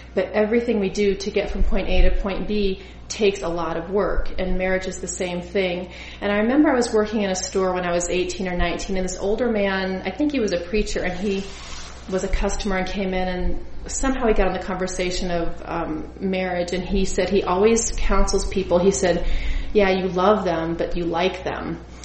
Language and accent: English; Georgia, United States; I grew up in Georgia